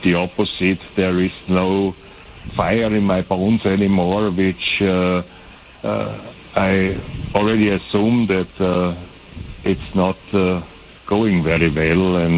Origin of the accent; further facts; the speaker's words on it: Austria; I get a large inheritance from my mom, two houses in Austria, my home country, and over here I get money